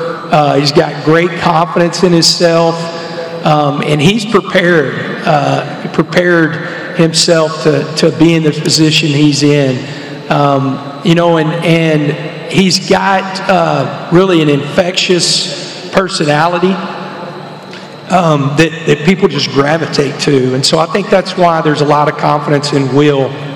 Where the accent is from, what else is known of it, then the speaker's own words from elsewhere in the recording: Texarkana, Texas, United States; born there; I'm a Texan. I was born in Texarkana, Texas, in Wadley Regional Medical Center in 1971.